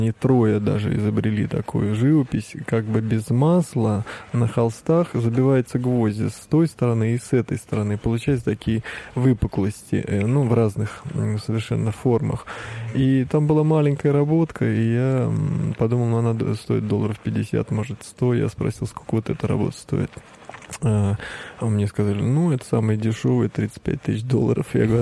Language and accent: Russian; Ulyanovsk, Ulyanovsk Oblast, Russia; Я когда-то учился в училище на втором курсе и приехал в родной город. Я жил в Ульяновск